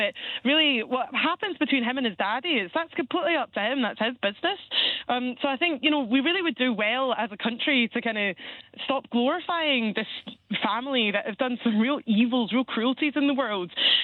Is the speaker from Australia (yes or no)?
no; Scotland, United Kingdom; especially like I, as a Scottish person, I don't particularly feel that the monarchy is relevant to my day-to-day life.